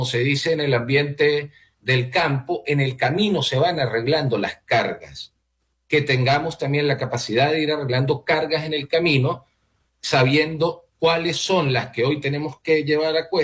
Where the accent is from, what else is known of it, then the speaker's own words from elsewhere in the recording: Venezuela; moved away; a todos como venezolanos, los que estamos en este momento por fuera, los que han migrado y los que están dentro, porque a todos nos impacta.